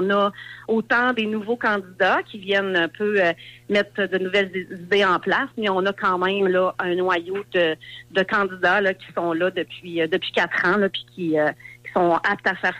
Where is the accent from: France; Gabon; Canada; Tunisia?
Canada; Rivière-du-Loup, Quebec; born there; Je suis née à Rivière-du-Loup, j'ai vécu à Rivière-du-Loup. Ma famille vient d'ici